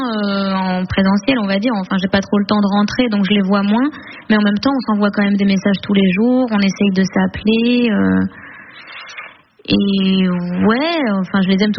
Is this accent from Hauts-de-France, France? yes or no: yes; Hauts-de-France, France; accent: ch'ti; On vient du Nord